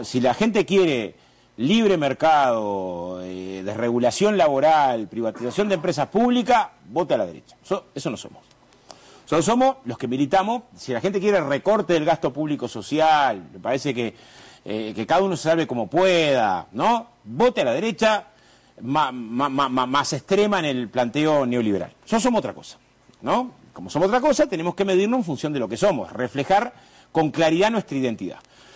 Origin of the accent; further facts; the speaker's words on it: Uruguay; Yo soy de Villa Felicidad